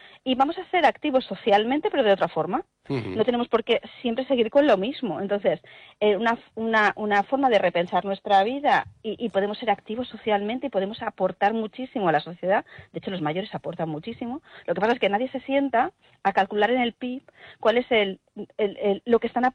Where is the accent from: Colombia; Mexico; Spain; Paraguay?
Spain